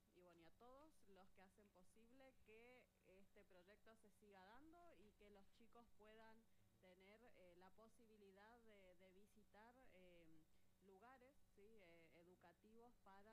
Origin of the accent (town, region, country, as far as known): Argentina